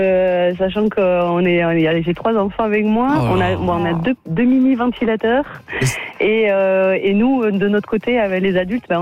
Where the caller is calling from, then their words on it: Momas, Nouvelle-Aquitaine, France; J'habite à Momas, à côté de Pau.